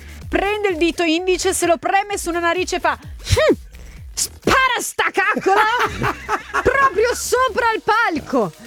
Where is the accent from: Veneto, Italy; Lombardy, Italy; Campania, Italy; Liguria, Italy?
Campania, Italy; Naples; Vengo da Napoli, una volta si usava dire l'acqua è poca e la papera non galleggia.